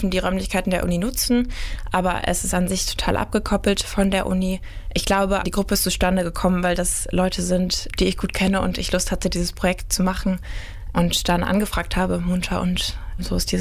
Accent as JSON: {"language": "German", "town": "Dresden", "region": "Saxony", "country": "Germany", "moved": "as an adult", "lives_now": "Hildesheim, Germany", "said": "Ich komme ursprünglich aus Dresden, habe da ganz lange am Konservatorium trainiert und bin dann nach Hildesheim gekommen für Kulturwissenschaften fürs Studium."}